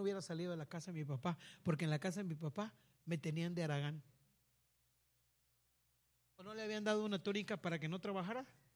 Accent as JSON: {"language": "Spanish", "town": "Río Bravo", "region": "Tamaulipas", "country": "Mexico", "tie": "born there", "said": "No, pero para mí no, porque yo nací en Río Bravo."}